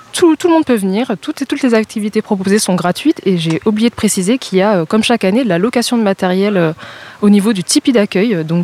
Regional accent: Grand Est, France; now in Nantes, France

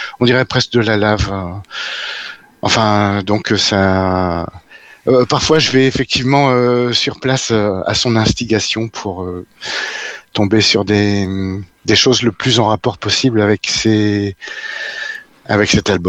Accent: Saint-Amand-les-Eaux, Hauts-de-France, France; Je suis de Saint-Amand-les-Eaux, dans les Hauts-de-France, donc il n'y a pas beaucoup de flamants roses par chez moi

